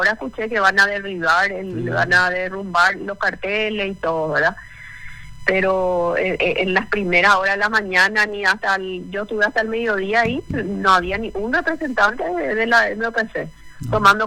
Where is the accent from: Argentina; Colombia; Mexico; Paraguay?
Paraguay; nosotros, como pueblo paraguayo, el fútbol es la pasión del pueblo, del país.